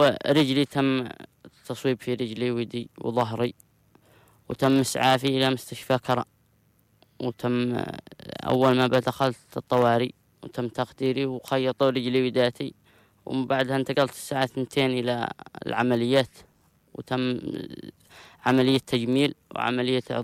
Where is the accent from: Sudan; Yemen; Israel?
Yemen; Sirwah, Marib; born there; عمري 17 سنة، من مواليد صرواح، أدرس في الصف الثامن